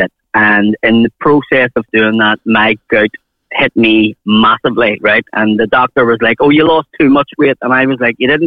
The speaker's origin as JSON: {"language": "English", "country": "Ireland", "said": "it's about being Irish and being around the world and having gout and having kids and being married"}